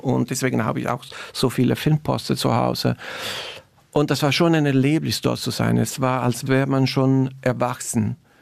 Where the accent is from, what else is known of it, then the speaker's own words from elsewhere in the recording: Italy; für mich als Italiener, der in Neapel ist